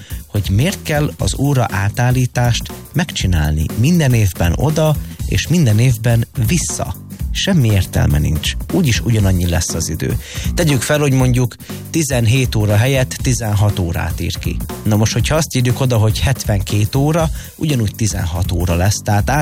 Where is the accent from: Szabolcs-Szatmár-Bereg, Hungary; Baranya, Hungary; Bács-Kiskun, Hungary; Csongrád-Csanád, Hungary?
Szabolcs-Szatmár-Bereg, Hungary; Már Bereg vármegyéből származom, azon belül is inkább a Bereg